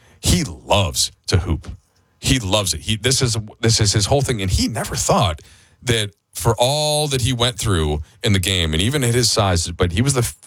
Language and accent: English; United States; when I was growing up, there was not a lot of soccer on when you were growing up in America.